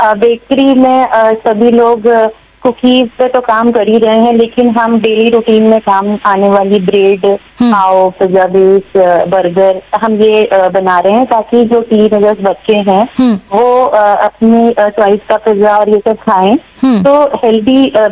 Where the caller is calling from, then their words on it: Raipur, Chhattisgarh, India; सोनाली जी, मैं यहाँ रायपुर छत्तीसगढ़ से हूँ जैसा कि मैंने बताया